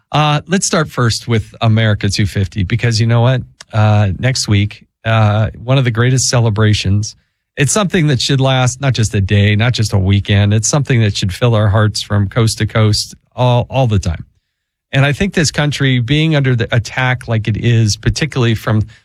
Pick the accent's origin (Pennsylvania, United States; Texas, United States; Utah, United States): Utah, United States; You know, a lot of places, my home state of Utah included, Utah does all vote by mail.